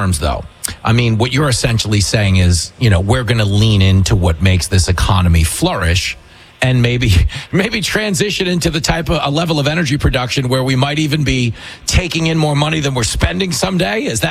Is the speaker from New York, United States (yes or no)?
yes; New York, United States; because I'm from New York, and that's pretty much how people get around.